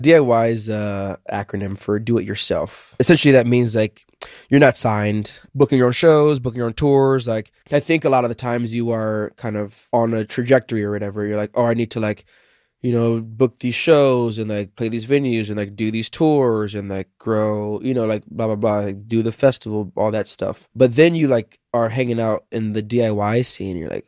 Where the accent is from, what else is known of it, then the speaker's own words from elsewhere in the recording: Naperville, Illinois, United States; I was born in Naperville, Illinois, and I graduated high school from Naperville, but I moved around a lot as a kid because my father was in the military